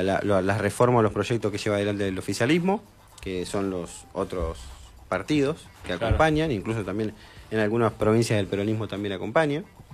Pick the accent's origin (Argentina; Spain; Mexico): Argentina